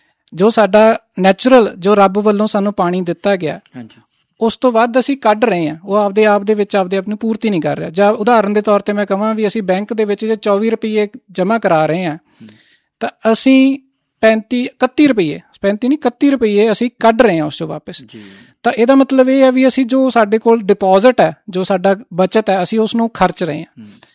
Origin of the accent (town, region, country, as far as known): Punjab, India